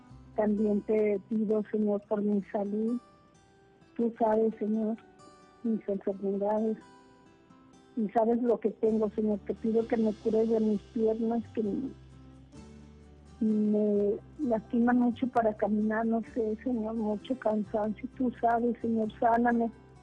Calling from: Zapopan, Jalisco, Mexico; De aquí, de Zapopan, San Miguel.

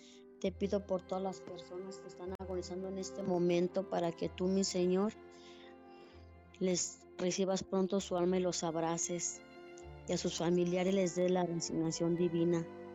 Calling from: Ocotlán, Jalisco, Mexico; De aquí de Ocotlán, Jalisco.

